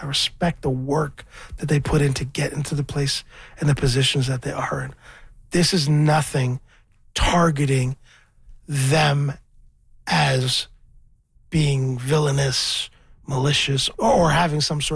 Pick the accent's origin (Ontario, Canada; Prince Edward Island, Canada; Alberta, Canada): Ontario, Canada; Scarborough; I'm from Scarborough. I'm a rapper.